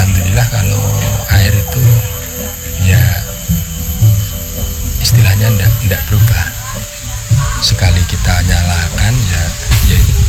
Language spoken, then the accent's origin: Indonesian; Blora, Central Java, Indonesia; moved away as an adult; dari Jawa sana sendiri, dari kampung. Aku kan Jawa Tengah, Blora. Blora.